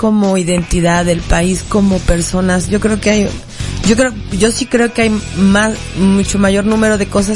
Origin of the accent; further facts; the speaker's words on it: Mexico; Creo que yo no podría ser no podría ser de otra nacionalidad. Ser mexicana es algo increíble.